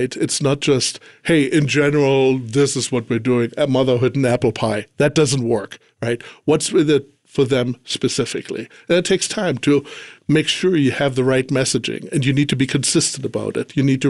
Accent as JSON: {"language": "English", "country": "Germany", "tie": "born or raised there", "moved": "as an adult", "said": "I didn't grow up over here. I grew up in Germany. Mm. Lived there for 20 years."}